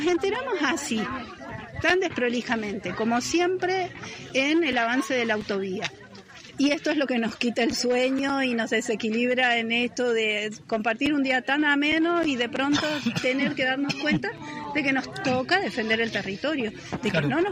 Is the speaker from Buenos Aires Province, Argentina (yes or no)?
no; San Marcos Sierras, Córdoba, Argentina; Quienes crecimos en San Marcos